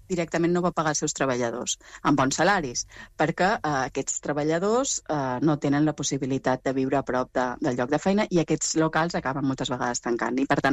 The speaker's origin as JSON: {"language": "Catalan", "region": "Balearic Islands", "country": "Spain", "said": "jo venc de Mallorca, tota la meva vida ens han dit que nosaltres vivim del turisme"}